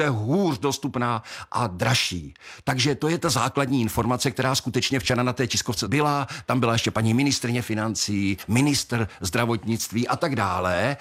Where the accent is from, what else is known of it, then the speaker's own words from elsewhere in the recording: Moravian Slovakia, Czechia; Já jsem z vesnice, z Moravského Slovácka a vím, že tam ty platy jsou úplně jinde, než nějakých průměr 50 tisíc.